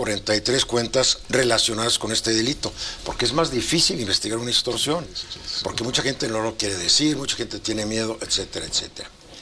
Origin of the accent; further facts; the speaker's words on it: Mexico; yo tengo como mexicano